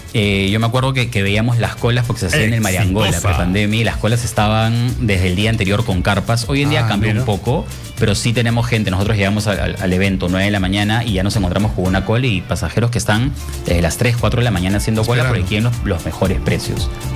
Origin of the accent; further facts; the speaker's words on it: Peru; now in Lima, Peru; es algo que no existe en mi país